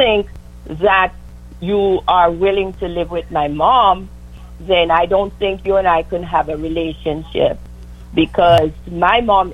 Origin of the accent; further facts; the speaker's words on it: London, United Kingdom; also born or lived in Jamaica; now in Mount Vernon, United States; I was born in Jamaica, but I grew up in London as a kid.